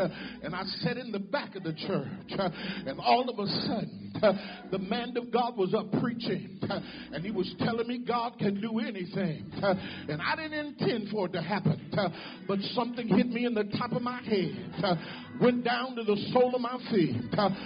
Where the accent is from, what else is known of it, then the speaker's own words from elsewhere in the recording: Brooklyn, Illinois, United States; I grew up in East St. Louis, or St. Louis, Missouri, a little town called Brooklyn, Illinois. It's the first all-black incorporated village in the whole wide world.